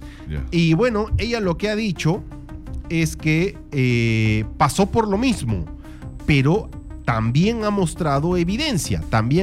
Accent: Peru

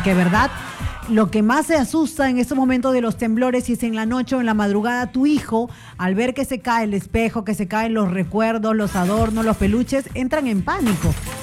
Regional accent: Peru

